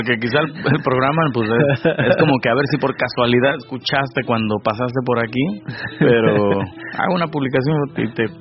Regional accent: Mexico; born or raised there; moved away

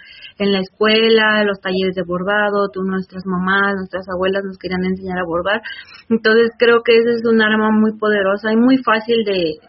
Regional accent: Ecatepec, State of Mexico, Mexico

